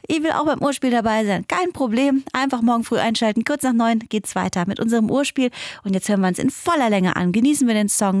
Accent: Saarland, Germany; moved away; also born or lived in Cologne; so ist das ja mit uns Saarland. Ich habe selber auch 15 Jahre in Köln verbracht und da bin ich wieder.

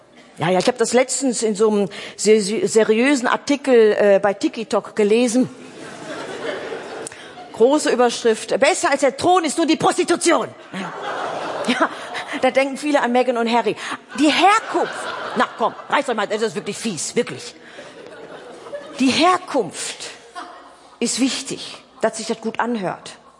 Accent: Oberhausen, North Rhine-Westphalia, Germany

